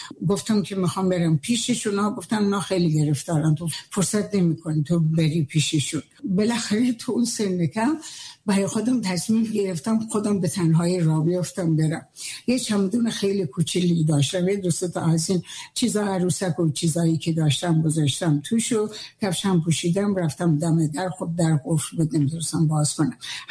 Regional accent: Lahijan, Gilan, Iran; born there; من تو در سال 1319 در شهر لاهیجان دنیا اومدم.

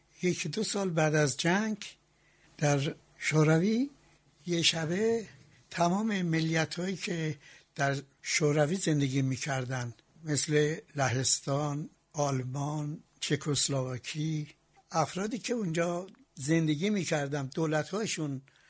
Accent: Ardabil, Ardabil Province, Iran; born there; در سال 1328 در اردبیل متولد شدم.

